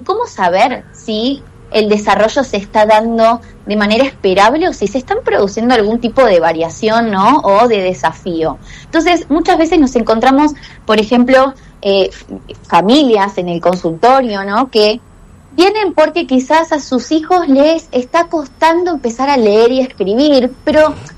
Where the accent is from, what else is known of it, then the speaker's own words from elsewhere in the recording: Ceres, Santa Fe, Argentina; now in Buenos Aires, Argentina; yo soy santafesina, soy de Ceres, del norte de la provincia. Pero bueno, ya hace unos años viviendo en Buenos Aires